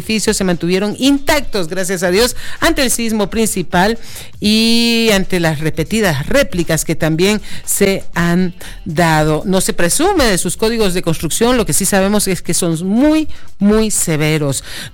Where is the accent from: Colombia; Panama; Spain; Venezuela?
Panama; moved away; mi tierra, la cinturita de las Américas, Panamá, puente del mundo, corazón del universo